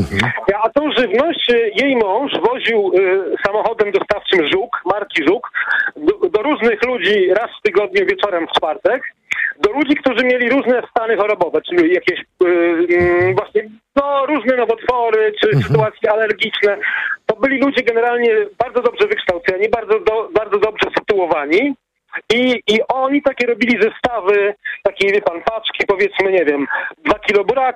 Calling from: Gdańsk, Pomeranian Voivodeship, Poland; ja mieszkam w Gdańsku na takich zachodniej dzielnicy, blisko miasta, które się nazywa Żukowo.

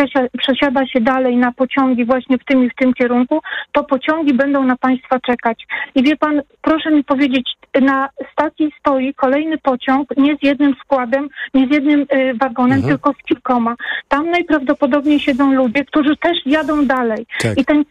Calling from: Łódź, Łódź Voivodeship, Poland; mieszkam w Łodzi, dojeżdżam do pracy do Warszawy.

